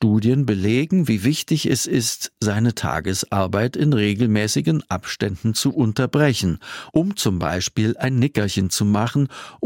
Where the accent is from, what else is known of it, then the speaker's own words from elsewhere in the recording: Kramfors, Västernorrland County, Sweden; moved away; Ich nenne Kramfors mein Zuhause, obwohl ich seit über 40 Jahren nicht mehr dort wohne.